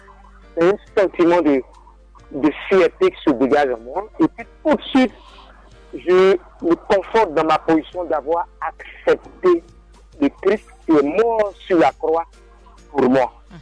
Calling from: Abidjan, Côte d’Ivoire; dans notre temple, à Gonzague ici

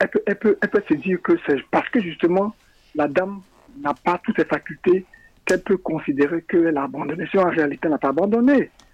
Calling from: Abidjan, Côte d’Ivoire; De Yopougon, Sainte-Rita.

